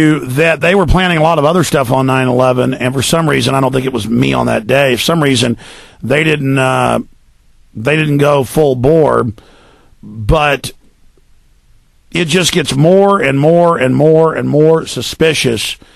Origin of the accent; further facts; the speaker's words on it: Dallas, Texas, United States; And I have found, and growing up in Dallas, people really, especially the rednecks